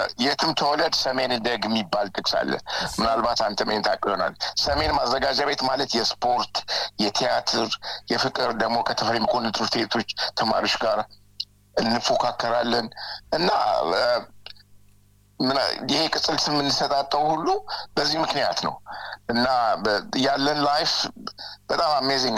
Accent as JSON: {"language": "Amharic", "region": "Addis Ababa", "country": "Ethiopia", "tie": "born or raised there", "said": "አኔ ተዝም ለኛ ያ በብዛት የሰሜን ልጆች ነን"}